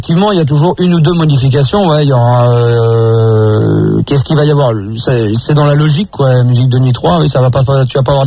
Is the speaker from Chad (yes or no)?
no; Bordeaux, Nouvelle-Aquitaine, France; Le truc, tu dis que je suis pas con, je suis de Bordeaux.